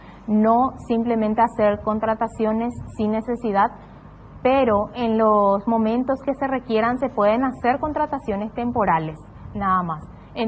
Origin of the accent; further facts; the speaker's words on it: Paraguay; nos encontramos en una República del Paraguay y somos todos paraguayos